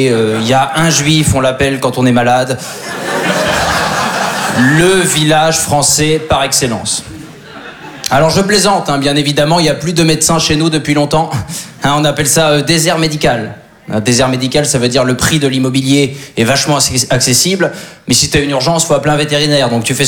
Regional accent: Normandy, France; now in Paris, France; Alors moi je suis originaire de Basse-Normandie.

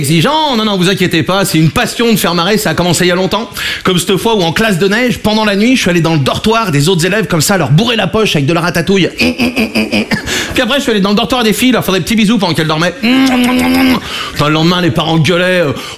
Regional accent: Brittany, France; Je suis breton. J'ai 21 ans.

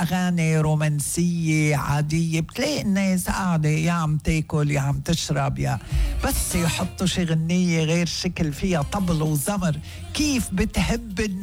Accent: Lebanon; نحنا لبنانية،

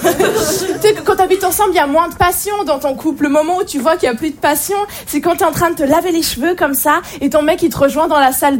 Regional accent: Switzerland

